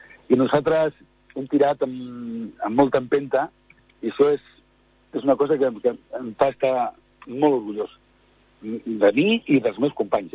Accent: Sant Feliu de Guíxols, Catalonia, Spain; jo sóc de Sant Feliu de Guíxols

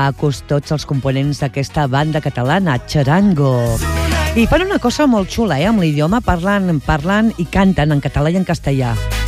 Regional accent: Barcelona, Catalonia, Spain; vaig a dir el nom de Barcelona, tal com ho diem nosaltres, la gent que som originaris del centre de Barcelona

